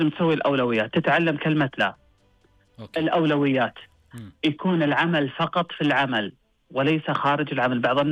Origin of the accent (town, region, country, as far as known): Riyadh, Riyadh Province, Saudi Arabia